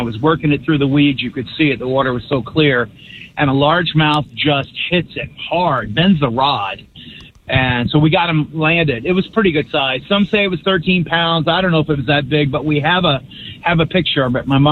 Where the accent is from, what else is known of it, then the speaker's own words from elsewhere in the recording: Lady Lake, Florida, United States; we grew up in Lady Lake, which is where the villages are. We had a private lake where I grew up